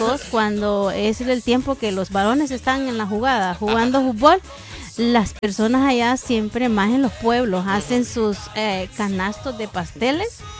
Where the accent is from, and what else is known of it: Honduras